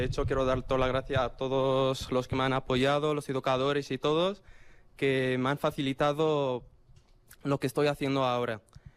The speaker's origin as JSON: {"language": "Spanish", "country": "Morocco", "lives_now": "Spain", "said": "Soy de Marruecos."}